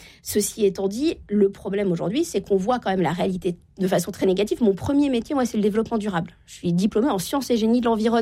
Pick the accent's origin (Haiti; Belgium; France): France; Normandy; Moi, je viens de la Normandie. Uber Eats n'est pas arrivé partout en France.